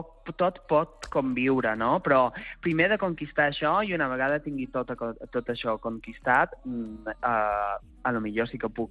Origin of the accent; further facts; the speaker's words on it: Calvià, Balearic Islands, Spain; Jo crec que tinc una història diferent com a mallorquí, de generació de pares que són de fora, i crec que he de reivindicar molt la meva història aquí a Mallorca. Sento una persona de pares forasters i calvianer